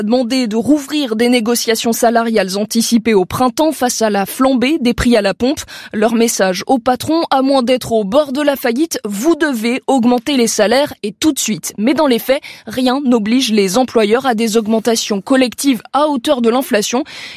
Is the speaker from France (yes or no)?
yes; France